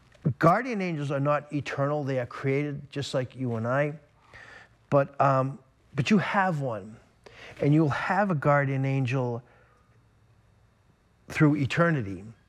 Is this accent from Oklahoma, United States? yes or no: no; Boston, Massachusetts, United States; And of course, I grew up in the Boston area.